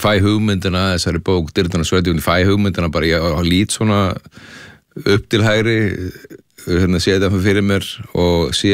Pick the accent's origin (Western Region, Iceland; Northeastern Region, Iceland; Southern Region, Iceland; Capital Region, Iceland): Western Region, Iceland; Ólafsvík; Já, ég bjó í Ólafsvík, ólst upp í Ólafsvík